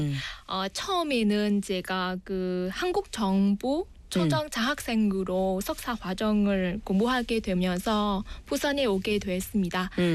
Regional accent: Vietnam; Korean is a second language; now in Busan, South Korea; 네, 안녕하십니까.

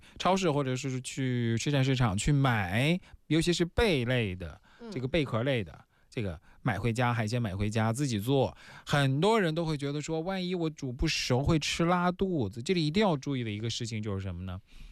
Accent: Weihai, Shandong, China; 我从小就是长在海边

